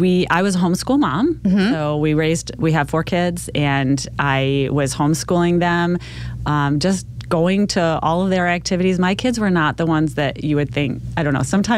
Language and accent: English; New York, United States; So my family's from New York, and that's where I was born and raised.